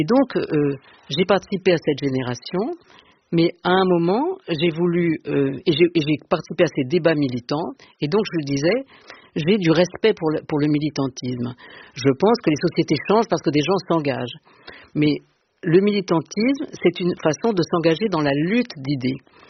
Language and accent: French; Marseille, Provence-Alpes-Côte d'Azur, France; moved away as an adult; now in Paris, France